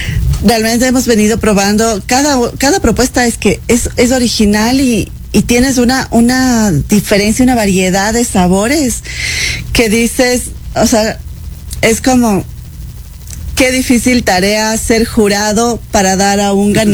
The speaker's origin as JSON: {"language": "Spanish", "country": "Ecuador", "said": "nosotros como ecuatorianos"}